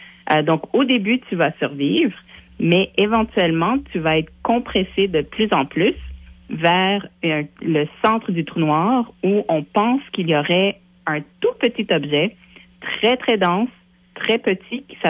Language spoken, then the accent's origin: French; Montreal, Quebec, Canada; Si on prenait, par exemple, le à Montréal, de où je viens, la ville de Montréal, on a une petite montagne qui s'appelle le Mont-Royal.